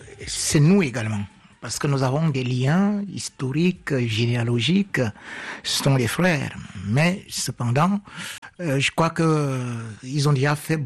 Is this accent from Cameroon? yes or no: yes; Cameroon